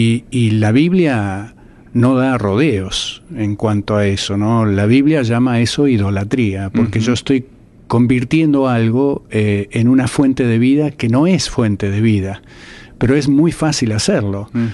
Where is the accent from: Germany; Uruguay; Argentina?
Argentina; yo soy de Argentina